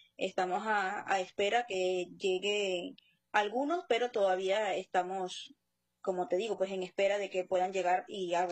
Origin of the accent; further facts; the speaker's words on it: Tucupita, Delta Amacuro, Venezuela; En Tucupita, no me encuentro en Guasdualito, soy de Tucupita, en Tucupita. De Tamacuro.